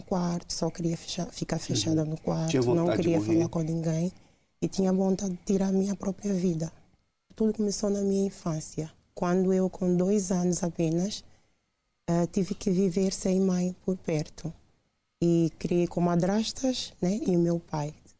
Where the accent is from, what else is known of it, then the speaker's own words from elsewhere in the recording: São Tomé & Príncipe; now in Portugal; Estava cá há meses, né? Uhum. Vim de São Tomé.